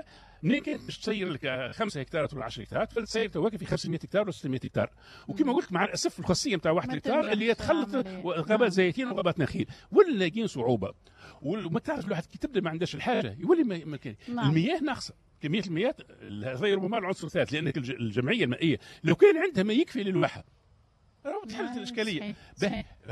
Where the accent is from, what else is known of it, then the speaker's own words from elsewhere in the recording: Tunisia; وإحنا عندنا في تونس